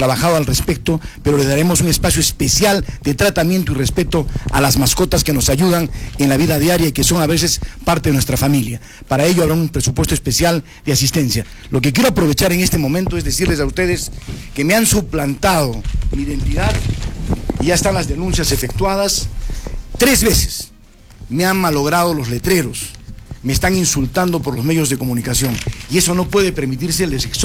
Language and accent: Spanish; Azuay, Ecuador; Yanaguara es mi terruño.